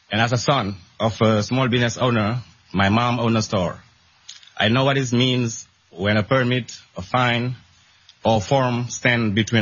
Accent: Senegal; English is a second language; now in New York City, United States; 9 years ago, I moved to New York City from Senegal. I worked in retail, driven a cab, driven rideshare, and worked in security.

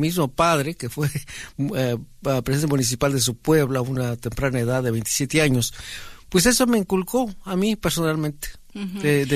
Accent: Tequistepec, Oaxaca, Mexico; personal, es algo mixteco, ¿no? Algo indígena, ¿no? Uh-huh. De que nosotros nos definimos como pueblo, y en mi pueblo ahí de Tequistepec es la música lo que nos une

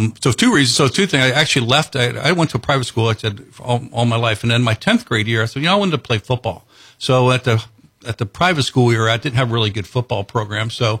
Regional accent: Ocala, Florida, United States; I grew up there in Ocala. Went to a private school. Went to a St. John's Lutheran school.

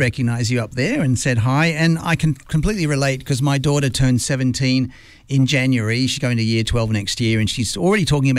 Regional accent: Sydney, New South Wales, Australia; moved away; the central coast of New South Wales, where I grew up in Sydney

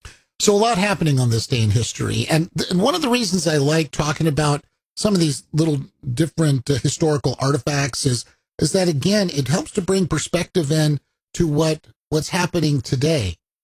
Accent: California, United States; I never got into skateboarding, even though I was growing up in California and just about everybody had skateboards back then

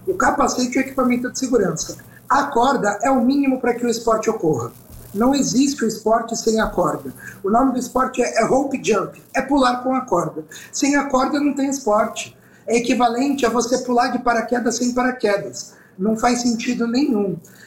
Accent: São Paulo, Brazil; Eu sou do litoral, aqui da Baixada.

